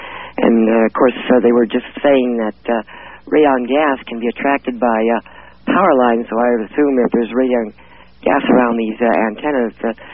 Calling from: Sunland, California, United States; I'm calling from Sunland, California.

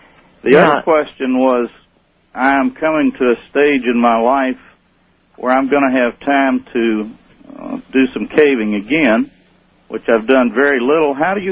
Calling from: Santa Rosa, California, United States; I'm in Santa Rosa, California, listening on KSRO 1350.

